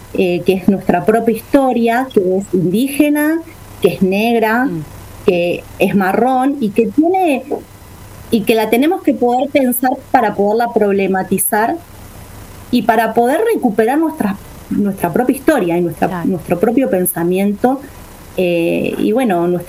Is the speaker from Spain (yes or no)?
no; Argentina